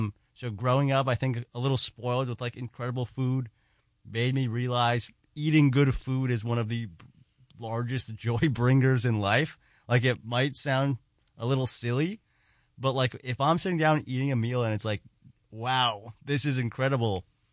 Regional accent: Queens, New York, United States; It was awesome. So both my parents are immigrants from Eastern Europe. My mom is from Ukraine. My dad is from former Yugoslavia, Serbia, but like Romanian heritage before that.

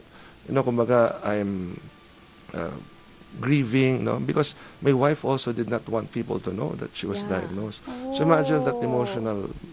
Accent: San Juan, Metro Manila, Philippines; I've lived here all my life. I was born in San Juan, Cardinal Santos Medical Center

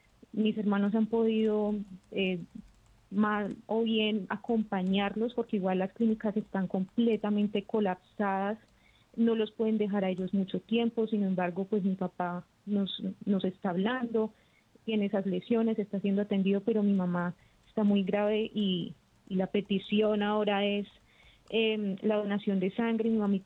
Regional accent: Pereira, Risaralda, Colombia; now in Barbosa, Colombia; pues yo soy de Pereira, toda mi familia está en Pereira, por temas de trabajo estoy acá.

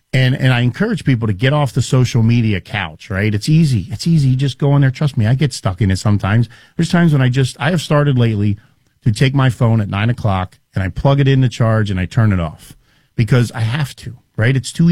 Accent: New Jersey, United States; now in Green Bay, United States; I'm from New Jersey.

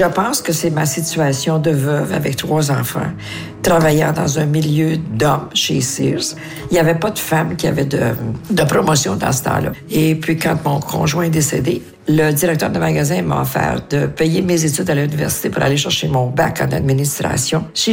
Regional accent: Montreal, Quebec, Canada; born there; also born or lived in Toronto; now in Outaouais, Canada; Moi, je suis native de Montréal, mais j'ai passé une grosse partie de ma vie à Québec.

